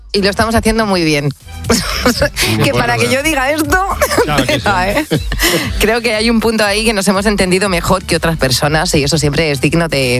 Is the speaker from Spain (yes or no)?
yes; Madrid, Community of Madrid, Spain; No, yo, como soy de Madrid, me fui, fui cuajándome un poco en emisoras chiquititas, en Radio Fuenlabrada, en Radio Getafe